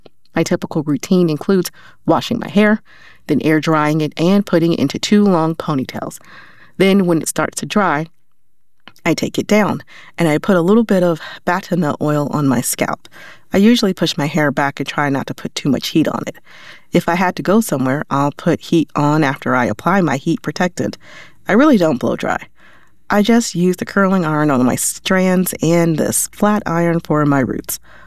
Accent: the South, United States; Since I'm from the South, rocking natural hair was a big deal for me.

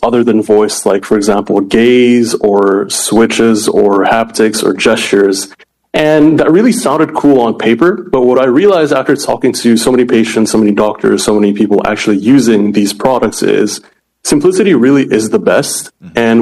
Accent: Indonesia; moved away as an adult; also born or lived in Singapore; now in San Francisco, United States; I'm originally Indonesian, and I moved to Singapore to study, but now I'm here in San Francisco

